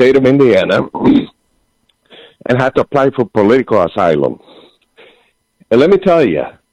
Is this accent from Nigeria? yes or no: no; Nicaragua; English is a second language; moved away as an adult; now in United States; I was born and raised in Nicaragua, originally.